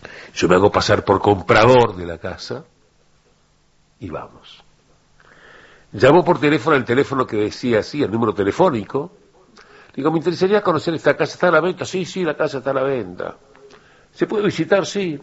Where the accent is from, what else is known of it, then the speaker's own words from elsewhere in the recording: Uruguay; Sí, sí, claro, soy uruguayo.